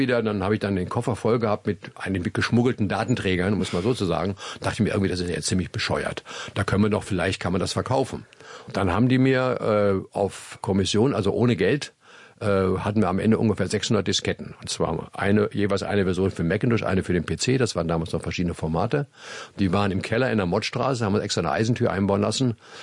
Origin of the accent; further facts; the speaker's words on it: Stadthagen, Lower Saxony, Germany; wo ich geboren bin in Stadthagen bei Hannover